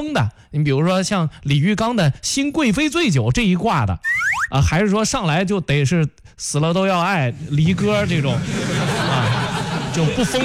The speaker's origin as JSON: {"language": "Chinese", "town": "Qinyang", "region": "Henan", "country": "China", "said": "你像我们那儿沁阳，我们那儿土话应该叫鱼焦炒啊，"}